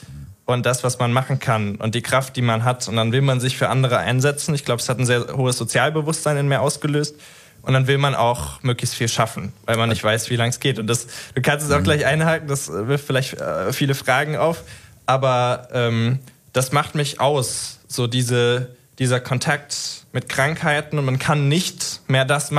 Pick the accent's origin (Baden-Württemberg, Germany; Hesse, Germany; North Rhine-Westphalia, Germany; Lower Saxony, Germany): Hesse, Germany; Idstein; ich komme aus Idstein. Rheingau ist, wie gesagt, das Internat. Ne? Ich bin gebürtig und geboren und mit Seele Idsteiner.